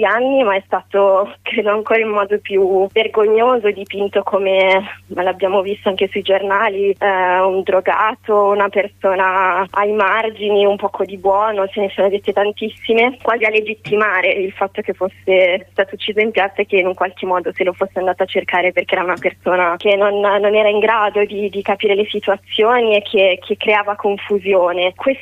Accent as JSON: {"language": "Italian", "town": "Bologna", "region": "Emilia-Romagna", "country": "Italy", "said": "io sono di Bologna"}